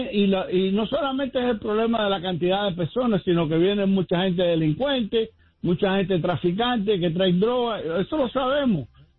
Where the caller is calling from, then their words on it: New Jersey, United States; Yo vivo en New Jersey y es un estado chiquito y es más superpoblado que existe.